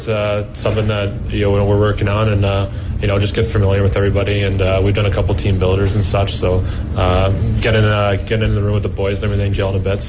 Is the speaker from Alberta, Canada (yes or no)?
no; Waterloo, Ontario, Canada; now in Humboldt, Canada; Yeah, so I'm from Waterloo, Ontario.